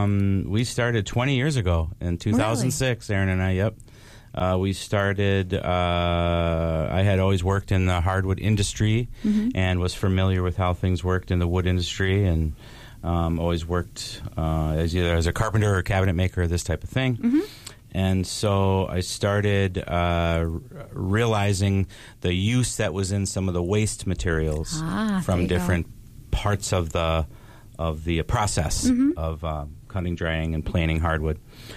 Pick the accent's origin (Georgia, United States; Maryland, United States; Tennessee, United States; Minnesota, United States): Minnesota, United States; Little Falls; We're from the Randall Little Falls area.